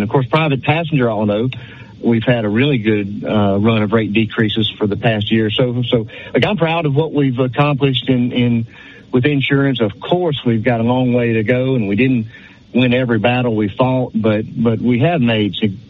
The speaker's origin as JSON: {"language": "English", "area": "Rapides Parish", "region": "Louisiana", "country": "United States", "tie": "born or raised there", "moved": "as an adult", "lives_now": "Grant Parish, United States", "said": "Born and raised in Rapides Parish. Been in Grant Parish, which we absolutely love, about 20 years."}